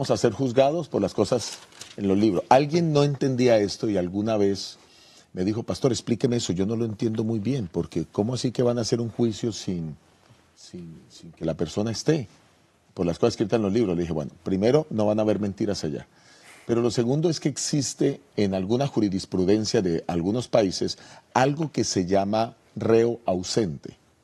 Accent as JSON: {"language": "Spanish", "country": "Colombia", "said": "como este es un concepto que se ha utilizado en mi país, Colombia"}